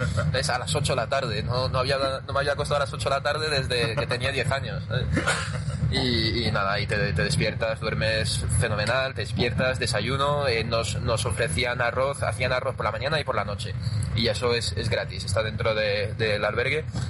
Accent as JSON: {"language": "Spanish", "country": "France", "second_language": "Spanish", "moved": "yes", "lives_now": "Spain", "said": "yo siendo francés ahora estoy en España y ya sé lo que es cambiar de país, lo que es cambiar de idioma"}